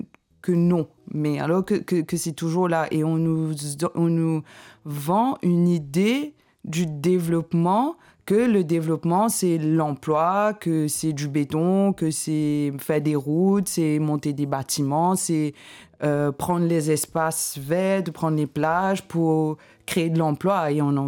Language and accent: French; Mauritius; en tant que Mauricien